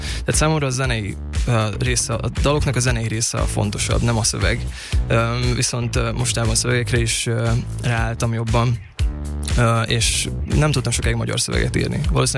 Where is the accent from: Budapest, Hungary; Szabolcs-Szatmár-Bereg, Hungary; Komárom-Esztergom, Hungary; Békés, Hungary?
Szabolcs-Szatmár-Bereg, Hungary; Nyíregyháza; moved away; Igen, nyíregyházi vagyok